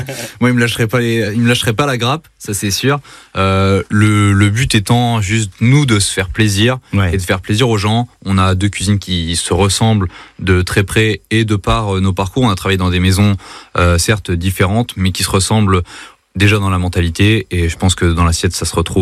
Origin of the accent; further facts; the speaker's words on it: Normandy, France; surtout des régions comme chez vous ou comme chez moi en Normandie, on n'est pas forcément nourri de soleil toute l'année.